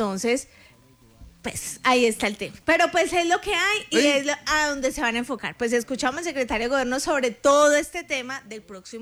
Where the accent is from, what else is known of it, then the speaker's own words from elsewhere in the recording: Colombia; Sí, total, sí, y estamos todos somos colombianos.